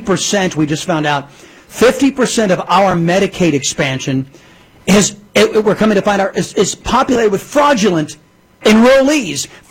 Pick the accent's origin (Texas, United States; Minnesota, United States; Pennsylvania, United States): Texas, United States; now in New York, United States; my home state of Texas